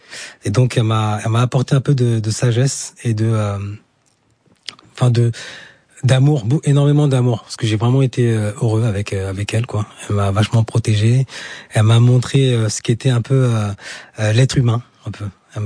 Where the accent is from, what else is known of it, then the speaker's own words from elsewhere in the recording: Senegal; first language Diakhanke; French is a second language; c'est ma langue maternelle, parce qu'au Sénégal, c'est le Wolof.